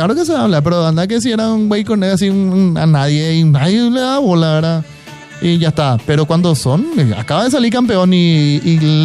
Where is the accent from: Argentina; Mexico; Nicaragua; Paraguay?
Paraguay; A nosotros como paraguayos